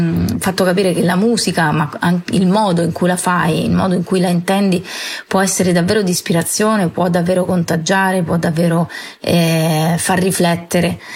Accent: L'Aquila, Abruzzo, Italy; also born or lived in Naples; now in Rome, Italy; sono nata a Napoli, che è una città con delle caratteristiche ben precise, poi sono cresciuta all'Aquila, che è una città con le caratteristiche opposte, e poi mi sono spostata a Roma

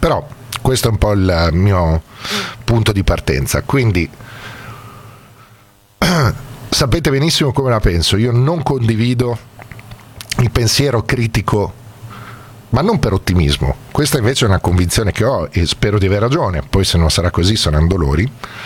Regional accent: Bologna, Emilia-Romagna, Italy; siamo bolognesi al 100% con dei cuori rosso-blu.

